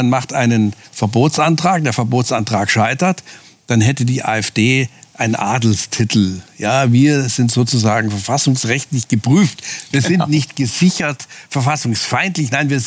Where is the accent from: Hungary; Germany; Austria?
Germany; Munich, Bavaria; Für mich, ich bin ja aus Bayern, ich bin ja in München zu Hause.